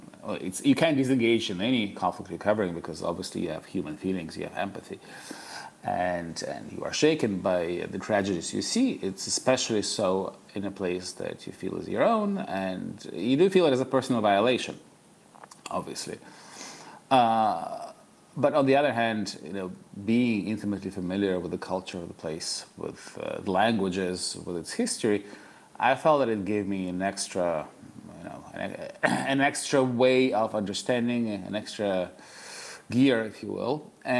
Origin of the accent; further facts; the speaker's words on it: Kyiv, Ukraine; moved away as an adult; now in United States; Well, you know, I started writing in Kyiv, in Ukraine, which is my hometown, back when Ukraine was still part of the Soviet Union.